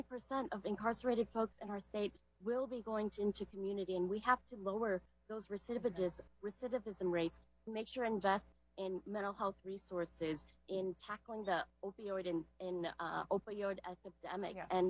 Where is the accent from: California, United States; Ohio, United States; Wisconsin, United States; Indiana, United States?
Wisconsin, United States; Madison; We had a police shooting in my hometown of Madison, Wisconsin